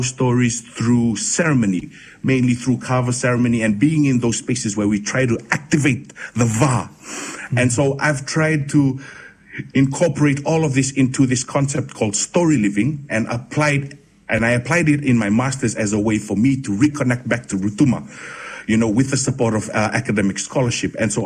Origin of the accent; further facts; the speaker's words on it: Fiji; You know, having been born and raised in Fiji, I always yearned for a connection to Rotuma, and I always needed that sort of grounding of who I was as a Rotuman navigating myself in the world.